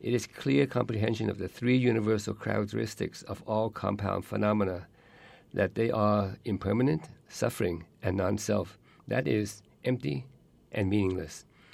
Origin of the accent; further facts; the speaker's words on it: Thailand; from Thailand, and I will be your moderator today.